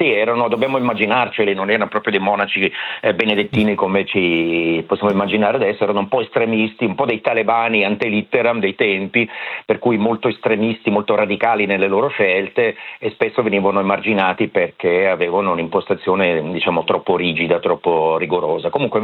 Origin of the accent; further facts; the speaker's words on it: Lugano, Ticino, Switzerland; io sono di Lugano